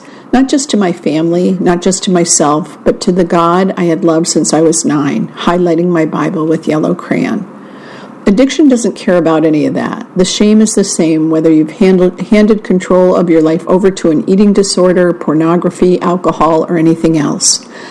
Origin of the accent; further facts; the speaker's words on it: Roanoke, Virginia, United States; I grew up in Roanoke, Virginia, the second of four children.